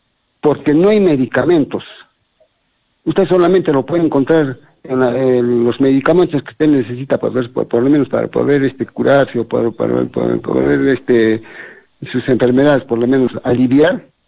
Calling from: Peru

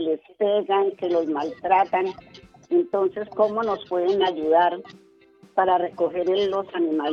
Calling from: Bogotá, Colombia; vivo en Catalina, Kennedy.

